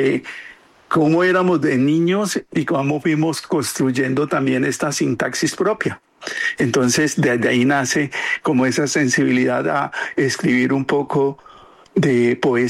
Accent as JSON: {"language": "Spanish", "town": "Mercaderes", "region": "Cauca", "country": "Colombia", "said": "Yo soy de Mercaderes Cauca, del municipio, en la parte sur del departamento del Cauca. Eso es el gran macizo colombiano, parte del gran macizo colombiano, entonces soy de allá."}